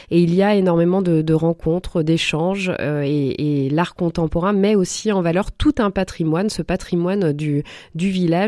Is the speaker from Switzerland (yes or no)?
no; Auvergne-Rhône-Alpes, France; Je suis originaire de l'Ain, même si je travaille à Lyon